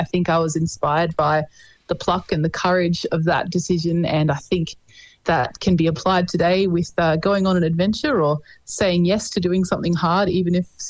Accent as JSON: {"language": "English", "town": "Melbourne", "region": "Victoria", "country": "Australia", "tie": "born or raised there", "moved": "as an adult", "said": "Born and bred in Melbourne, both my husband and I."}